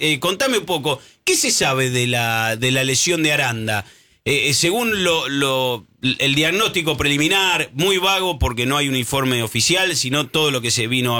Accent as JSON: {"language": "Spanish", "town": "Caballito", "region": "Buenos Aires", "country": "Argentina", "said": "yo soy originalmente de Caballito."}